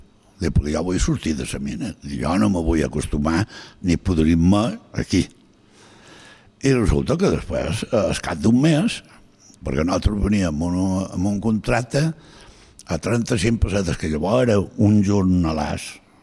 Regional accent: Galicia, Spain; Catalan is a second language; jo la mala vaig veure per primera vegada quan vaig venir aquí, perquè jo som del centre de Galícia. I clar, no teníem mar, no teníem res.

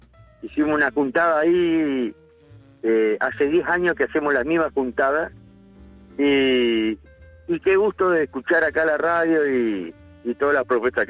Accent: Paraná, Entre Ríos, Argentina; Yo soy de la ciudad de Paraná.

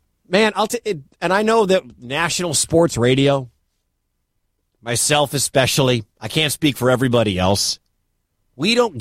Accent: Detroit, Michigan, United States; I'm from Detroit and grew up watching a lot of Red Wings hockey

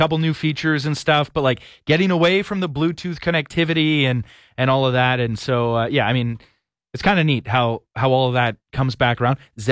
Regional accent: Campbell River, British Columbia, Canada; moved away; everyone in my hometown, Campbell River, loved Funtasia.

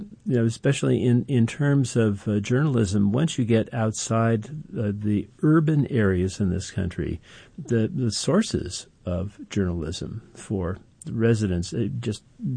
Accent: San Francisco, California, United States; now in Spokane, United States; growing up in San Francisco

